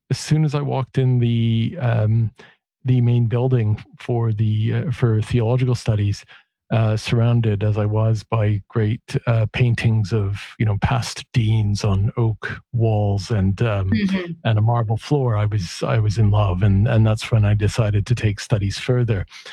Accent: Winnipeg, Manitoba, Canada; moved away as an adult; also born or lived in Montreal; I grew up in Winnipeg, Canada.

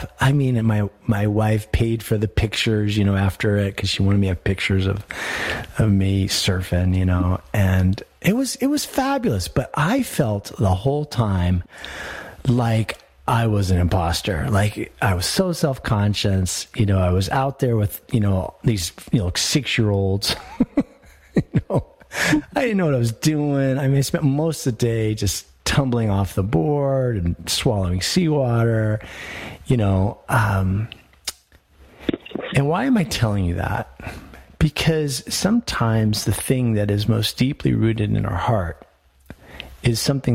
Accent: Colorado, United States; But so I grew up here in Colorado. My mother was a child of immigrant parents.

